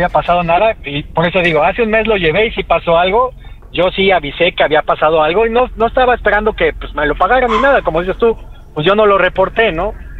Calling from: Mexico City, Mexico; De la Ciudad de México.

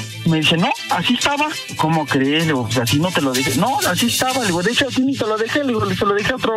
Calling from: Mexico City, Mexico; De la CDMX.

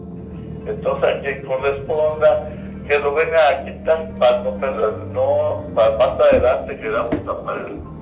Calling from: Tapachula, Chiapas, Mexico

